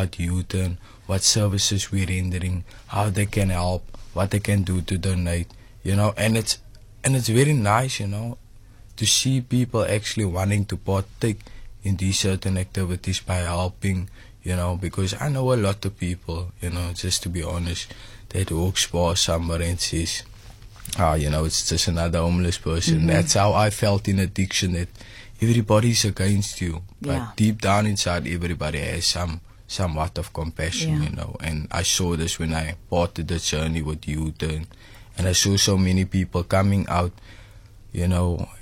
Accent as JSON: {"language": "English", "town": "Cape Town", "region": "Western Cape", "country": "South Africa", "tie": "born there", "said": "I was born in District 6. I was born in District 6."}